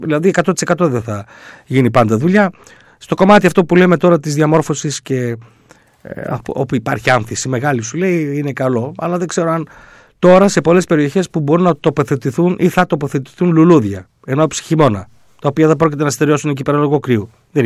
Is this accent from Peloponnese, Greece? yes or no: no; Athens, Attica, Greece; όχι Αθηναία, είμαι Αθηναία, Βέρα Αθηναία.